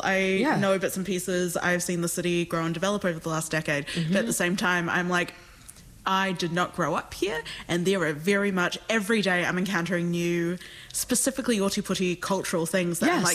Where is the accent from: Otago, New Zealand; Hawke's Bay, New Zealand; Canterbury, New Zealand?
Canterbury, New Zealand; Christchurch; because obviously I'm from Christchurch and I grew up there. And when I was 12 is when the earthquakes hit for the first time.